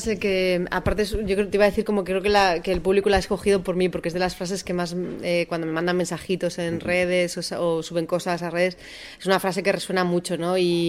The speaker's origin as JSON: {"language": "Spanish", "region": "Basque Country", "country": "Spain", "said": "Yo soy del País Vasco y es como vasco"}